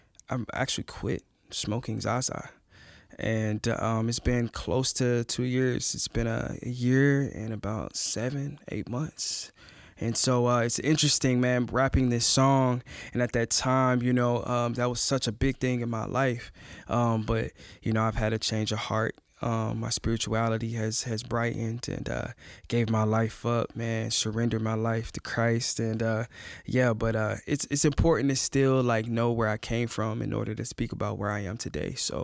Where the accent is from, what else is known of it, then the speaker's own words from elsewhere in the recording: Chattanooga, Tennessee, United States; So I came from Avondale within East Chattanooga, born and raised my whole life. I'm 30 years old. I'm a long-lasting native out there for 30 years.